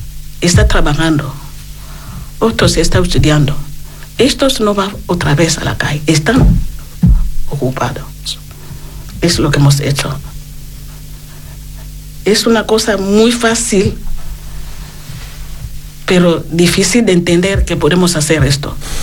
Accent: DR Congo; Spanish is a second language; now in Spain; el tema de violencia de género, que es mucho en mi país.

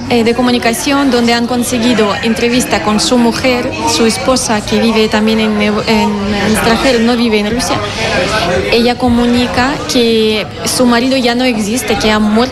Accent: Ukraine; now in Basque Country, Spain; Yo vengo de Ucrania

